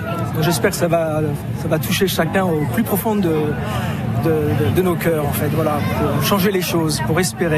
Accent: Île-de-France, France; Des Yvelines.

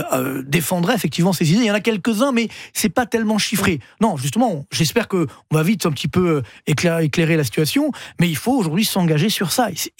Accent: Orly, Île-de-France, France; je viens des cités HLM d'Orly.

